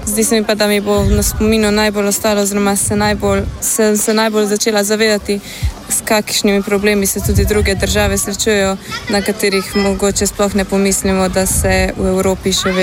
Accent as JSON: {"language": "Slovenian", "town": "Postojna", "region": "Littoral–Inner Carniola", "country": "Slovenia", "said": "in prihajam z Postojne iz Slovenije."}